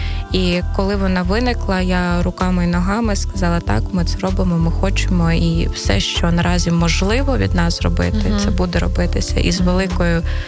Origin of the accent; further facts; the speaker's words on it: Donetsk, Donetsk Oblast, Ukraine; born there; moved away; я народилась в місті Донецьке